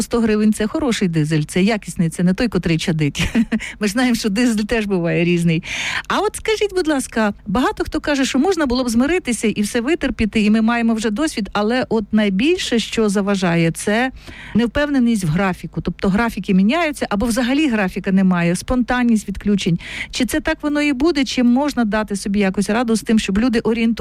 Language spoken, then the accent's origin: Ukrainian; Kyiv, Ukraine; Київ, я можу сказати, як киянка.